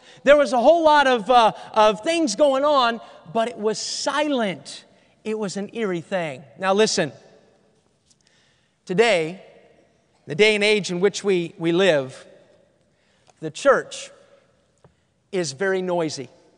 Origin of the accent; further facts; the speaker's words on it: New England, United States; also born or lived in New York / Maine / New Hampshire; Before I moved to Ohio, I grew up in New England. I love New England. I live in Ohio now, but I love growing up in New England. I was born in New York.